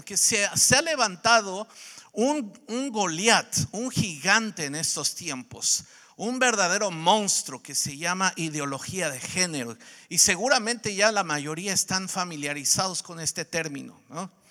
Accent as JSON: {"language": "Spanish", "country": "Mexico", "said": "vengo desde México. Vine a ver el partido aquí a Panamá."}